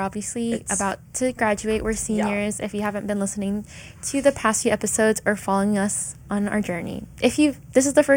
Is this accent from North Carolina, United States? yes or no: no; Orange County, California, United States; Born and raised in OC